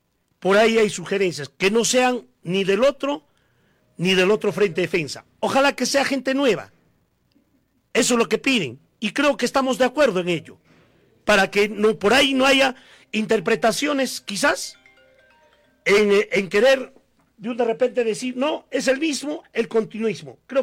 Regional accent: Coracora, Ayacucho, Peru; Qué mal estamos aquí en nuestro pueblo de Coracora.

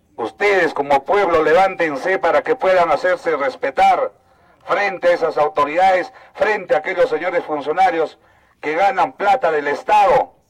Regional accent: Sicuani, Cusco, Peru; Venimos desde la ciudad de Cusco, desde Sicuani. Desde la ciudad de Sicuani.

